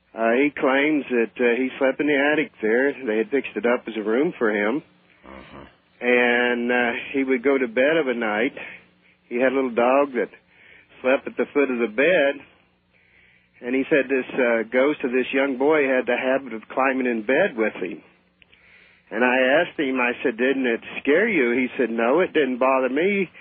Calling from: Cincinnati, Ohio, United States; … in Cincinnati.

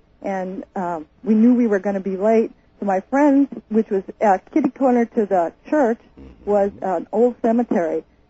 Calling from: Houston, Alaska, United States; Houston, Alaska.

